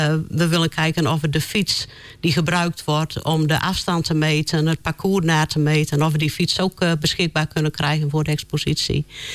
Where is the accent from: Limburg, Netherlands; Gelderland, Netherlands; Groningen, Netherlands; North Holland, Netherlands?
Groningen, Netherlands; Woldendorp; born there; Ja, ik ben geboren in Woldendorp.